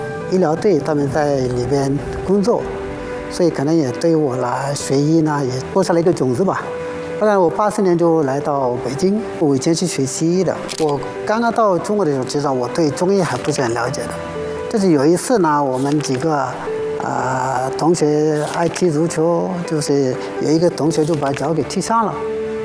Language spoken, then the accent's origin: Chinese; Mali; Chinese is a second language; moved away as an adult; now in China; 来自四川马里。